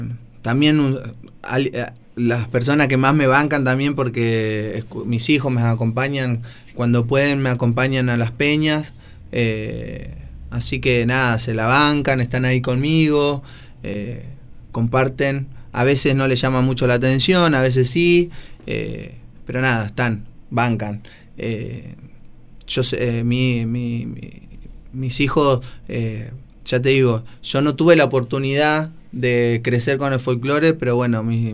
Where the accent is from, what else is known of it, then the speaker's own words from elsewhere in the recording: Argentina; desde lo que somos como pueblo argentino